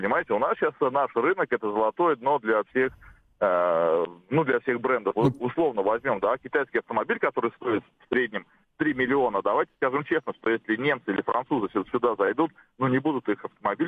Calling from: Saint Petersburg, Russia; Я из Петербурга.

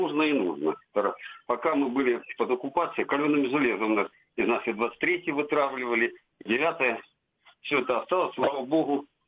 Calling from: Crimea, Ukraine; из Крыма. Вы же понимаете, что вот мы были под оккупацией украинской много лет

